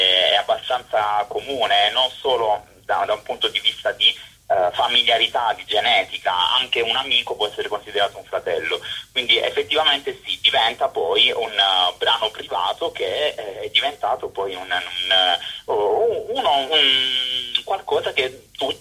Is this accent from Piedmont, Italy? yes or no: no; Cassano delle Murge, Apulia, Italy; Io sono a Cassano delle Murge, in provincia